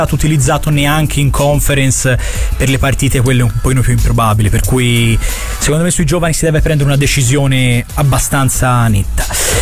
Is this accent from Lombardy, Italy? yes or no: no; Florence, Tuscany, Italy